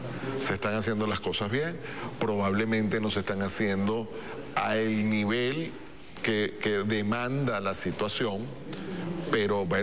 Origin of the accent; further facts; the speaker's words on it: Venezuela; gracias a Dios que somos venezolanos